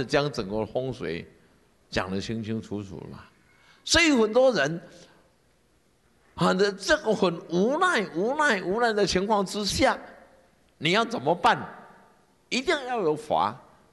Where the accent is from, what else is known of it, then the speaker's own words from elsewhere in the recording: Nantou County, Taiwan; 我是南投人呢